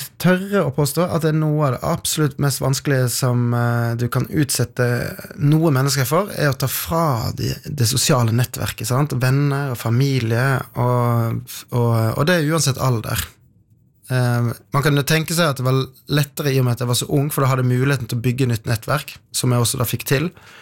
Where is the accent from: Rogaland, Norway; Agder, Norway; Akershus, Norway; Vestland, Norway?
Vestland, Norway; Odda; moved away; så jeg hadde ikke dette her i Jehovas vitne sløret bak, hengende bak meg, som hjemme i Odda.